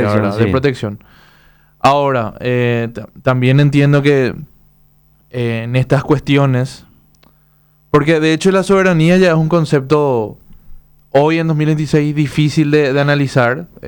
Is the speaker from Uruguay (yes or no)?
yes; Uruguay; un país como el nuestro, que estamos entre medio de dos grandes países como son Argentina y Brasil.